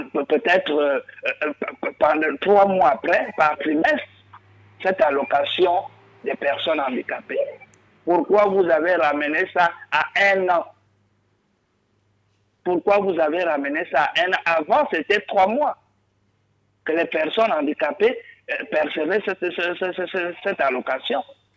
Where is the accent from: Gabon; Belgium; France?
Gabon; Vous êtes Gabonais, nous sommes des Gabonais, nous qui avions voté tous Olivier Nguema, y compris vous.